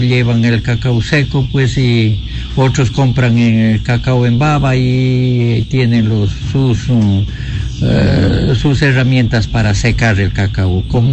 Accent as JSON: {"language": "Spanish", "town": "Santa Isabel", "region": "Azuay", "country": "Ecuador", "moved": "as an adult", "lives_now": "San José de Morona, Ecuador", "said": "yo dependo de una familia pobre. Vengo de la provincia de la Azuay, cantón Santa Isabel, parroquia La Unión. De La Unión de Yunguilla vine a La Unión de San José de Morona. Yo vine en el 1981 cuando fue las invasiones de Paquisha"}